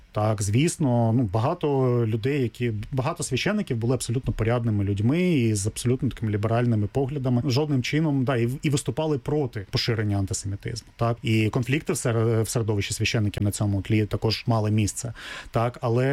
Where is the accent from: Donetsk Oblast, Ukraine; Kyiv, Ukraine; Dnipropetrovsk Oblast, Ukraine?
Dnipropetrovsk Oblast, Ukraine; Kryvyi Rih; я сам з Кривого Рогу, так, і містечко Кривий Ріг на той час ще не місто